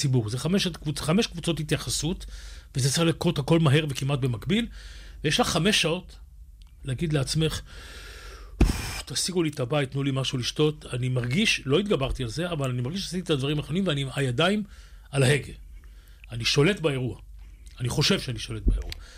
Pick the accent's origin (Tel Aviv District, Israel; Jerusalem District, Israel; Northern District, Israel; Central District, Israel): Tel Aviv District, Israel; Tel Aviv; born there; אני נולדתי ביד אליהו, בן למשפחת פועלים, אבא פועל בסולל בונה, אמא עקרת בית, אבא שלי היה תפסן ונפל מהפיגומים בבניין בתל אביב